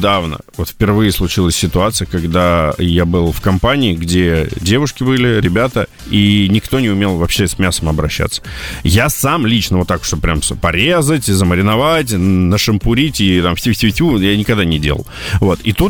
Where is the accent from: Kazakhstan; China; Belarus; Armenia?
Armenia; now in Moscow, Russia; Я армянин как раз.